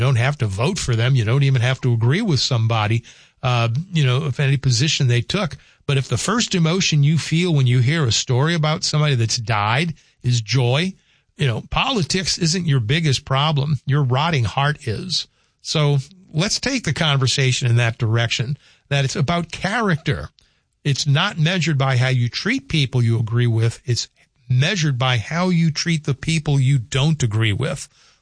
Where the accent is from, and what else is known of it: New Orleans, Louisiana, United States; born or raised there